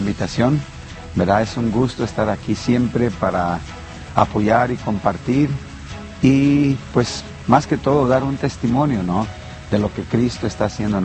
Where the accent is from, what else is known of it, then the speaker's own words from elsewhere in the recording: Guanajuato, Mexico; Yo soy del estado de Guanajuato, entonces el seminario estaba en León, Guanajuato